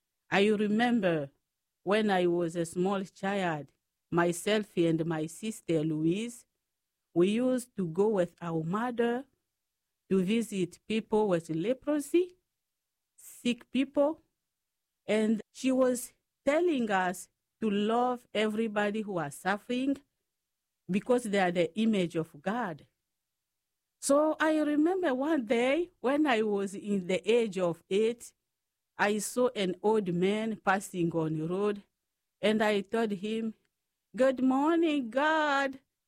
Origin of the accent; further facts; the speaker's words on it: Wembonyama, Sankuru, DR Congo; born there; English is a second language; I am Franciscan sister from Republic Democratic of the Congo in Africa. So I am diocesan sister, which means we are under the bishop of local diocese. So I was born in Congo in Africa in a small village called Wembonyama.